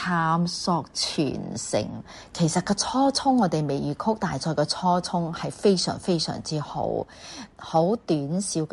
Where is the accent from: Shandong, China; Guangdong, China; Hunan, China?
Guangdong, China; Taishan; 所以他们呢亦都很希望由我这个台山女去演唱这首曲咯。